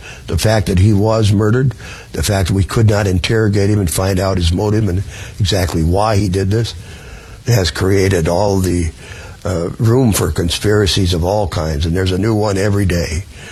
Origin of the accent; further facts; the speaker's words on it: North Dakota, United States; born there; moved away; I was up in North Dakota, my home state.